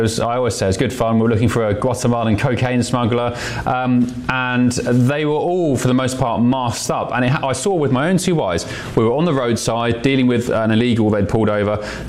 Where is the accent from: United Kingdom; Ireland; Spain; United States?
United Kingdom; It's not my nation, I'm British, but that was the kind of the vibe I got.